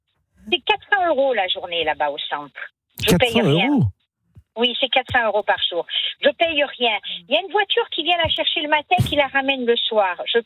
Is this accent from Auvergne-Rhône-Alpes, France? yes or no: no; Nice, Provence-Alpes-Côte d'Azur, France; Ah non, Nice, c'est merveilleux, je suis niçoise, hein, fière de l'être.